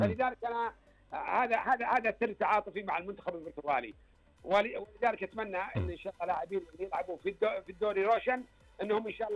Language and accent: Arabic; Saudi Arabia